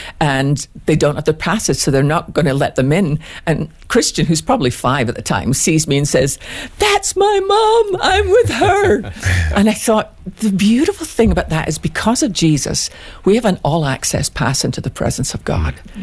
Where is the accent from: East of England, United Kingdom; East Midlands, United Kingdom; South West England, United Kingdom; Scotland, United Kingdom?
Scotland, United Kingdom; Because we're Scottish, we just get on with life.